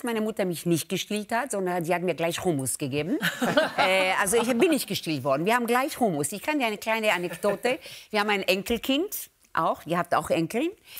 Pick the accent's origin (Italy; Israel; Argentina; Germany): Israel; German is a second language; Das heißt, ich bin aufgewachsen mit der Weltküche, weil wir als Kinder in Israel sind draußen aufgewachsen.